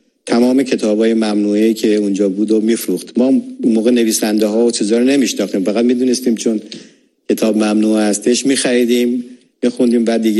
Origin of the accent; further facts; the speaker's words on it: Iran; moved away; بعد از که من از ایران اومدم، دوتا سفارش کردم به برادرم